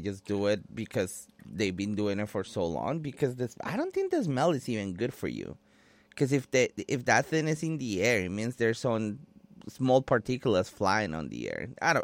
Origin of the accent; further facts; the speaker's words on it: Colombia; now in Canada; so I'm not originally from here. People know that I'm from Colombia. And if you don't know, well, now you know.